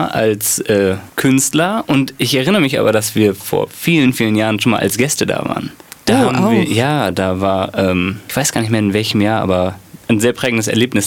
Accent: Münster, North Rhine-Westphalia, Germany; wir kommen aus Münster, aus Westfalen. Da sind wir geboren und aufgewachsen. Das ist eine Unistadt in NRW

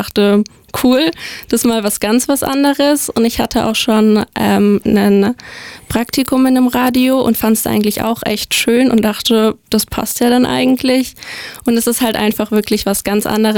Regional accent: Löwenstein, Baden-Württemberg, Germany; Ja, sehr. Also es ist halt auch einfach durch die ländliche Gegend, es ist sehr ruhig, man hat entspannt, man hat auch viele Tiere, die dort unterwegs sind. Es ist einfach eine sehr entspannte, entschleunigende Gegend.

